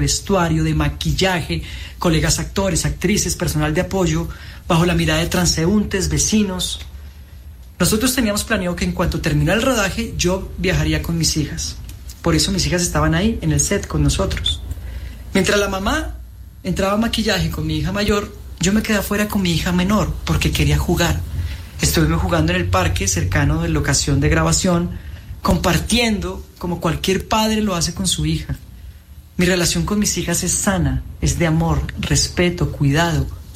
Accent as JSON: {"language": "Spanish", "country": "Colombia", "said": "soy actor colombiano."}